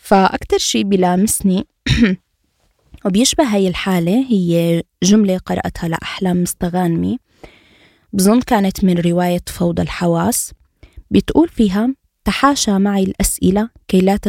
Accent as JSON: {"language": "Arabic", "town": "Aleppo", "region": "Aleppo Governorate", "country": "Syria", "said": "إذا سأل من وين أنت وقلت من سوريا، بيرجع بيقول من وين من سوريا، وإذا قلت من حلب"}